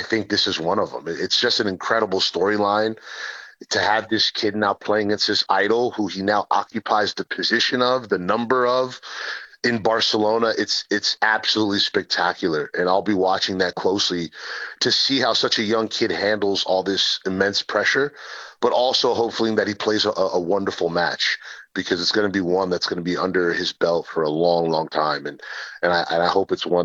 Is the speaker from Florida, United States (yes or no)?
yes; Florida, United States; Obviously, you know, I grew up playing in South Florida. So, you know, Miami, Homestead, all these areas, Kendall, where it was heavy Spanish speaking.